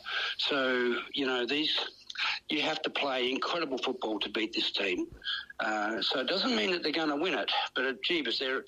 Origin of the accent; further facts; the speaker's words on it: Shepparton, Victoria, Australia; moved away; we're both from Shepparton.